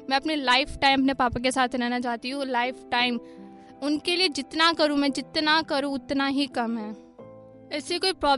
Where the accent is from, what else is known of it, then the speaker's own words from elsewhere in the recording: Delhi, India; शाहबाद गांव में रहने वाली, दिल्ली में, मेरा जन्म दिल्ली में हुआ।